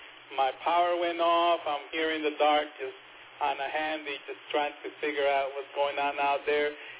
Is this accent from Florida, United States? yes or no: yes; Gainesville, Florida, United States; I'm from Gainesville.